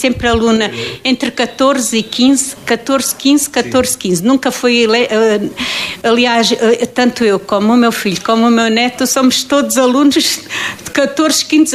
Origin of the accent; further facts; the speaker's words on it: Portalegre, Alentejo, Portugal; Eu, como alentejana, estou muito revoltada com o programa da Polis